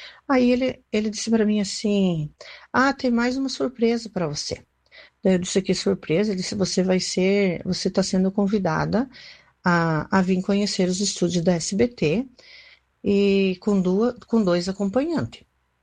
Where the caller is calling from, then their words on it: Santa Catarina, Brazil; eu sou de Santa Catarina